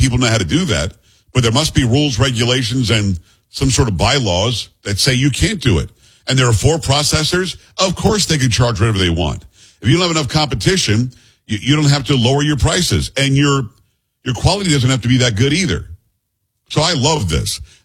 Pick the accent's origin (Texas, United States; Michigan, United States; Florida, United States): Florida, United States; when I grew up in South Florida